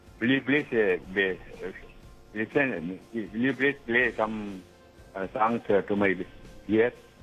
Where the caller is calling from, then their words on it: Kumbakonam, Tamil Nadu, India; I am calling from Tamil Nadu.